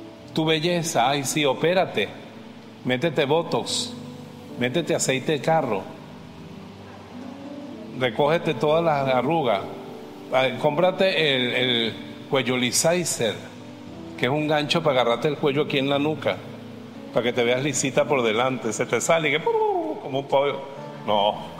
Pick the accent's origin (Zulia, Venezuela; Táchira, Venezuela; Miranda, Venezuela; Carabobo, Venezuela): Carabobo, Venezuela; Valencia; born there; Yo nací aquí en el Hospital Central de Valencia, 5 kilos 600 gramos.